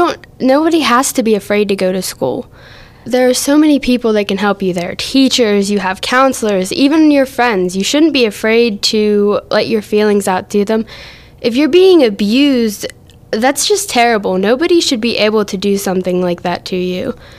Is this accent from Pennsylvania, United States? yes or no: yes; South Allegheny, Pennsylvania, United States; I'm 16 from South Allegheny.